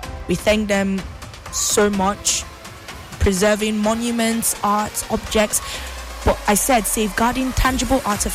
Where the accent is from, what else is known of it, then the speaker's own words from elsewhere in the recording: Ndoni, Rivers, Nigeria; I'm from Oba Igbema Ndoni. That's Onelga in Port Harcourt, River State. No, not in Port Harcourt, but in River State. So I ask them, I'm not saying that I'm fluent in my language, but it's something that I have decided to learn intentionally